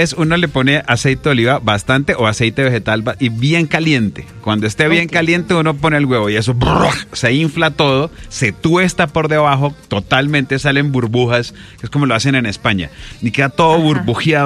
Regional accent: Santa Marta, Magdalena, Colombia; Ya es prohibido, pero como yo soy samario, que no sé si se acuerdan.

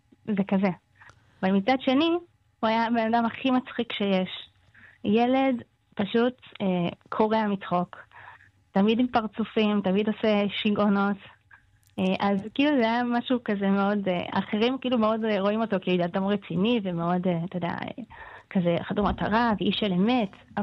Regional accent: Northern Israel, Israel; אני גם הייתי בצפון, כי אני צפונית

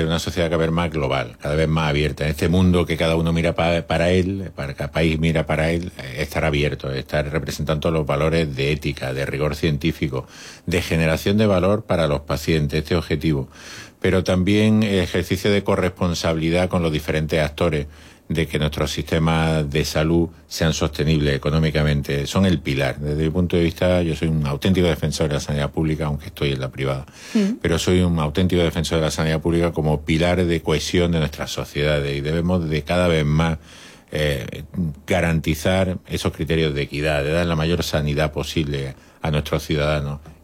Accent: Granada, Andalusia, Spain; born there; now in Almería, Spain

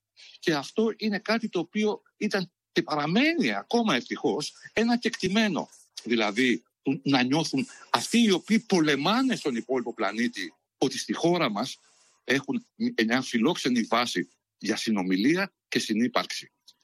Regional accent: Greece

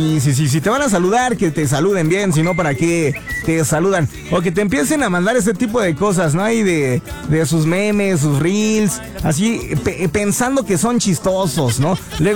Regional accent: Mexico; pero somos mexicanos y cómo no nos vamos a emocionar.

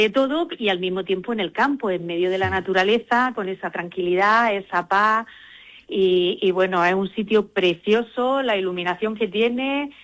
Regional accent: Cantoria, Andalusia, Spain; no solo lo disfrutamos los cantorianos y las cantorianas

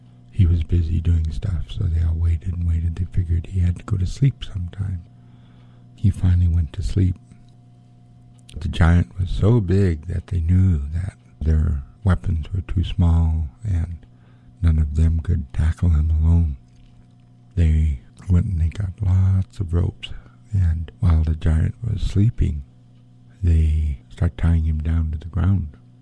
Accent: Craig, Alaska, United States; also born or lived in Hydaburg, Alaska; I'm Eagle Moiety in Frog Clan. I was born in Craig on Prince of Wales Island. My mother is from Heidelberg, so we grew up in both of those two communities. We spent a lot of time in Craig, because that's where my father was from

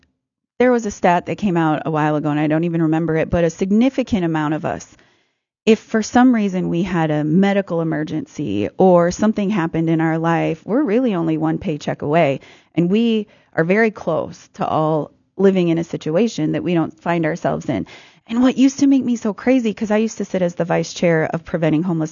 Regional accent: South Dakota, United States; now in Moorhead, United States; I grew up in South Dakota. That's a whole other region.

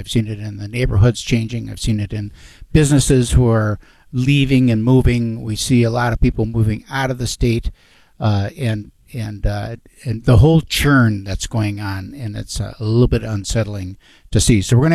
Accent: Minnesota, United States; we're living and working in Minnesota our whole life.

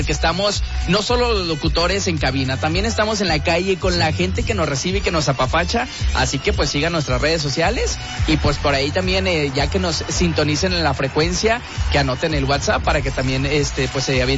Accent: Guadalajara, Jalisco, Mexico; moved away as an adult; now in Ciudad Juárez, Mexico; Yo soy tapatío, nací en Guadalajara. Ajá. Tengo apenas 9 mesecitos por acá por Ciudad Juárez

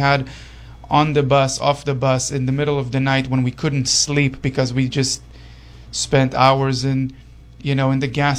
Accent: Israel; moved away; where I grew up in Israel.

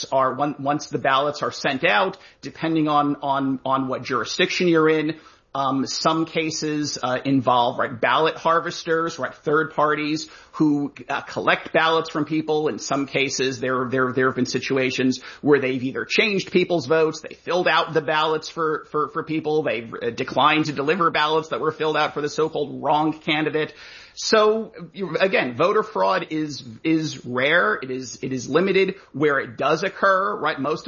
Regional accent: Florida, United States; Obviously, I'm from Florida.

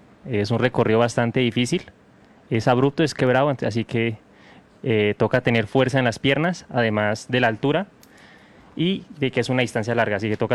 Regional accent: La Calera, Cundinamarca, Colombia; also born or lived in Chía; Yo soy, pues yo nací en Chía, y pero me crié en La Calera, Cundinamarca.

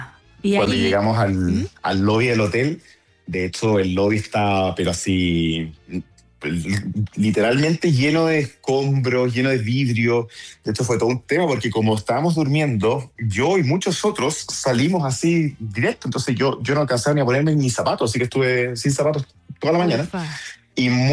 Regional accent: Chile; Yo, como chileno, esperé un rato, típico

